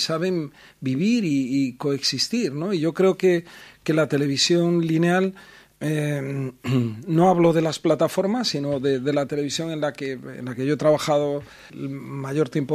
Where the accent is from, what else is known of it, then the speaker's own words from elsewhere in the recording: Marín, Galicia, Spain; En realidad yo es que soy de Marín, pero me siento muy gallego, me siento gallego por los cuatro costados.